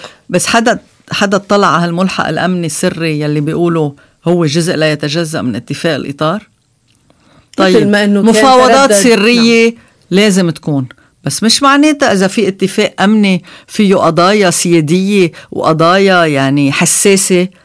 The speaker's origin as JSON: {"language": "Arabic", "country": "Lebanon", "said": "كلنا كلبنانيين"}